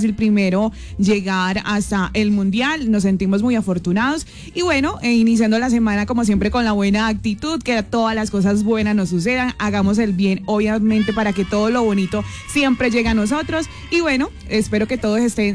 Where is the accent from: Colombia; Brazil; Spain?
Colombia; ha sido unos días bastante emotivos para todos los colombianos, nos sentimos muy orgullosos